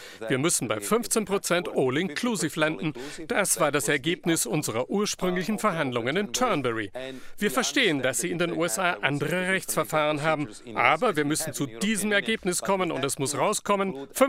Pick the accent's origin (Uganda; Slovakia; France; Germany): Slovakia; Ich komme aus der Slowakei